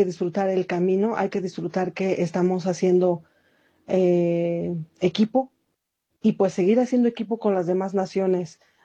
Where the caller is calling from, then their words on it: State of Mexico, Mexico; del Estado de México.